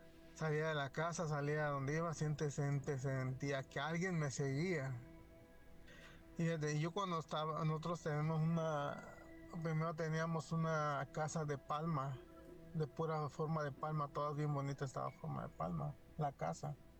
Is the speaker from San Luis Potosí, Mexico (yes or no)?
yes; San Luis Potosí, Mexico; now in Las Vegas, United States; En mi rancho, yo nací en San Luis Potosí.